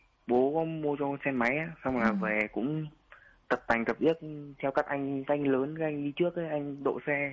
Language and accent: Vietnamese; Phú Thọ, Vietnam; đến từ Phú Thọ.